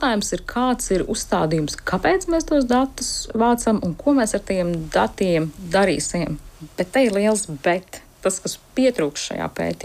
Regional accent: Riga, Latvia; es esmu balta, es esmu sieviete, es esmu heteroseksuāla, es esmu rīdziniece

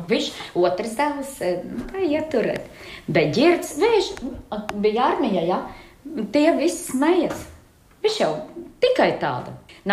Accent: Kaļķi, Kurzeme, Latvia; es nāku no Kaļķiem, mammas ir no Vīdalu, paps ir no bērnām

